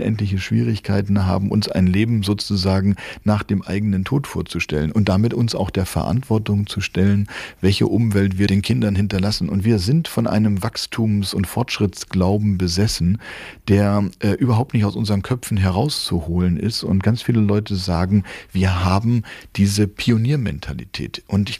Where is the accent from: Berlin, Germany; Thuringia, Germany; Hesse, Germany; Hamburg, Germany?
Hamburg, Germany; Ich komme aus Hamburg. Ich darf das vielleicht als Hamburger sagen.